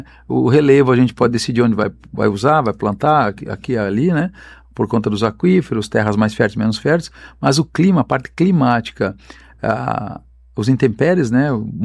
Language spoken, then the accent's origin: Portuguese; Rio Grande do Sul, Brazil; moved away as an adult; eu saí do Rio Grande do Sul, saí da minha cidade, da minha região há 30 anos, eu voltei lá 3 vezes